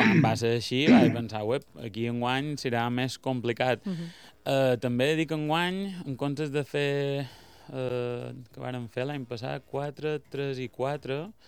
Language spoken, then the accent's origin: Catalan; Santa Maria del Camí, Balearic Islands, Spain; Nosaltres som de Santa Maria.